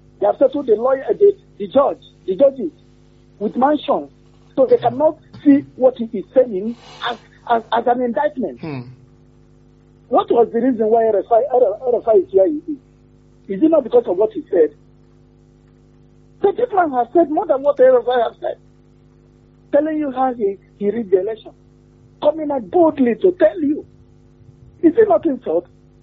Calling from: Ibadan, Oyo, Nigeria; calling from Ibadan here.

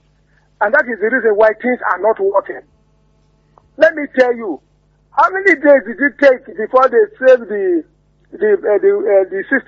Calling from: Nigeria; I'm calling from Ologuero.

